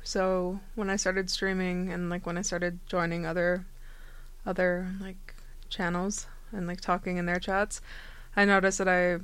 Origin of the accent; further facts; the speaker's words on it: Canada; And he's from Florida, and I'm from Canada, obviously.